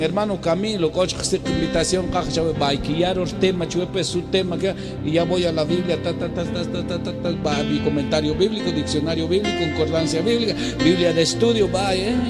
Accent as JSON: {"language": "Spanish", "region": "Quetzaltenango", "country": "Guatemala", "tie": "born or raised there", "said": "Yo crecí en Shela, 10 en Jnab, Shinequetzaltenango. Caja 10 en Jnab, Shinequetzaltenango."}